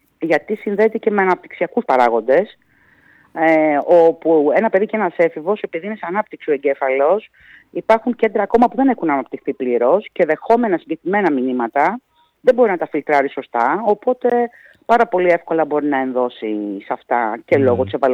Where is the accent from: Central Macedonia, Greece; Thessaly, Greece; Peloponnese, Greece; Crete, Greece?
Central Macedonia, Greece; Thessaloniki; Βέβαια, γιατί τότε εμείς είμαι Θεσσαλονικιά, γι' αυτό το λέω.